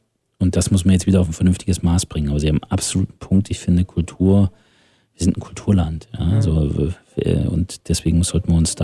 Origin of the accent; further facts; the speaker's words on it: Thuringia, Germany; Aber da habe ich so ein bisschen den Eindruck, dass uns manchmal als Thüringer der eigene Bauchnabel genug ist.